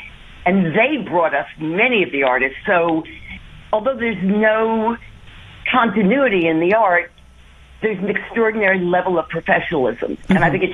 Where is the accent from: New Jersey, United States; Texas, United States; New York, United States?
New York, United States; New York City; moved away; I remember growing up in New York City